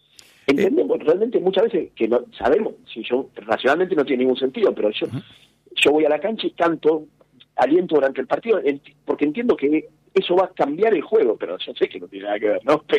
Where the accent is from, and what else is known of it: Argentina